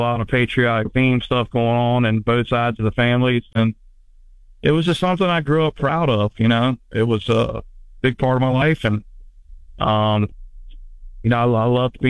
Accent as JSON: {"language": "English", "region": "Virginia", "country": "United States", "tie": "born or raised there", "said": "especially growing up in the Tidewater, Virginia area, with all our, we have Norfolk Naval Base and so many bases around and Army bases, but a lot of military presence where I'm from."}